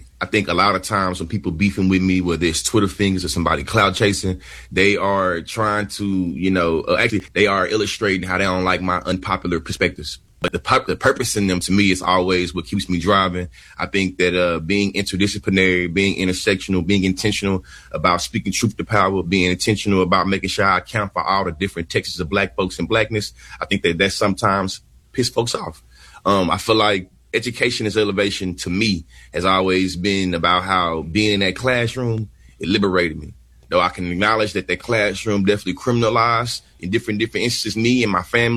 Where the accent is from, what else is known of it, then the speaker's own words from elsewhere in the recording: Bryan, Texas, United States; accent: Southern drawl; moved away as an adult; also born or lived in Oklahoma; I'm from Bryan College Station, Texas. That's where I'm born and raised at. But then I went to the University of Oklahoma for college, and I spent 13 years at the University of Oklahoma.